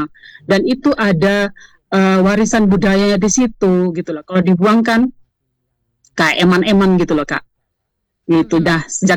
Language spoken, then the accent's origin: Indonesian; Sumba, East Nusa Tenggara, Indonesia; also born or lived in Bali; now in Kupang, Indonesia; Kebetulan saya itu orang Sumba. Saya pakai tenun Sumba.